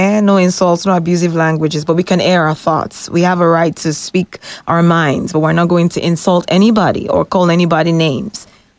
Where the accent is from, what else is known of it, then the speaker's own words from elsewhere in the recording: Nigeria; as a Nigerian.